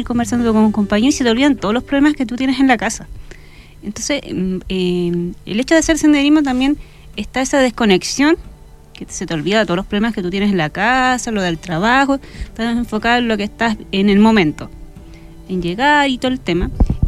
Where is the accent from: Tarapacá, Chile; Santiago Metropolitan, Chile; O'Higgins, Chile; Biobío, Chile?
O'Higgins, Chile; Paredones; moved away as an adult; also born or lived in Colchagua; now in Rengo, Chile; Me crié en Paredones y por tema de estudio tuve que ir a Colchagua y después terminé acá en Cachapoal. Uh-huh. Y actualmente vivo acá en Rengo.